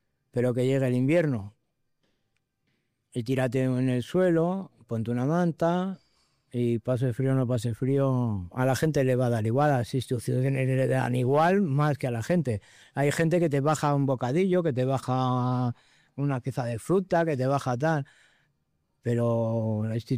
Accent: Vitoria, Basque Country, Spain; Soy de Vitoria, llevo toda la vida en la calle, drogándome, no drogándome, me da igual.

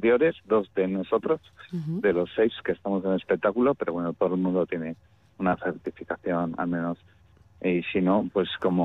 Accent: Basque Country, Spain; somos vascos y lo llevamos en la sangre y nunca vamos a decir que no somos euskaldunes ni somos de este país

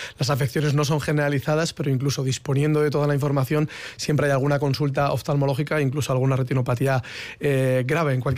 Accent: Karrantza, Basque Country, Spain; yo soy de Carranza

